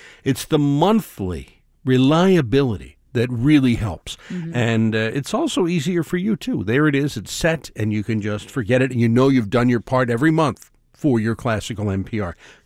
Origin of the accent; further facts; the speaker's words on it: South Orange, New Jersey, United States; also born or lived in Maplewood; Now, I grew up in South Orange, New Jersey.